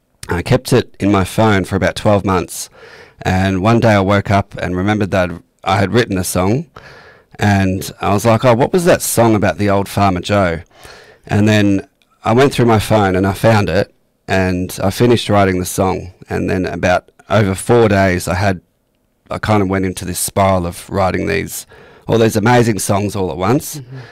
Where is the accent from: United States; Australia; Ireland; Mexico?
Australia; We are brave, we are strong, we are passionate, we are hard workers, we are fair dinkum Aussies.